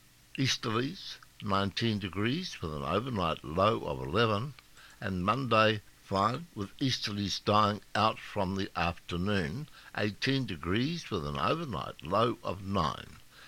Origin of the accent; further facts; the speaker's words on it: Scotland, United Kingdom; now in New Zealand; I'm Scottish.